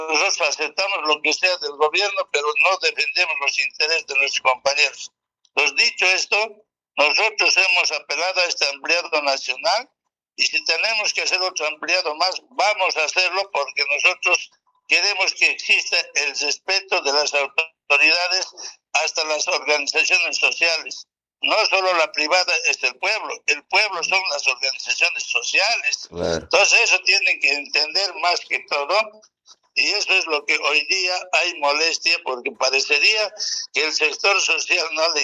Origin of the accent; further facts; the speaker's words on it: Bolivia; nuestra responsabilidad como bolivianos